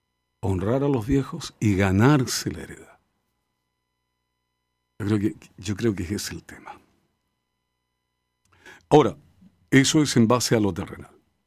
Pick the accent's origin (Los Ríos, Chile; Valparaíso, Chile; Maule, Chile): Maule, Chile; Parral; nosotros somos de Parral, de campo, familia de campo, muchos años, de pueblo.